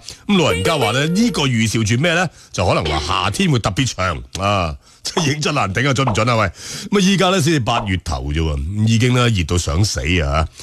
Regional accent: Guangdong, China

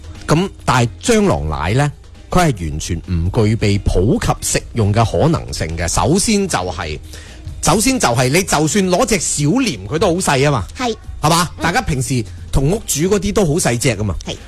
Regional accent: Guangdong, China; 我哋老广

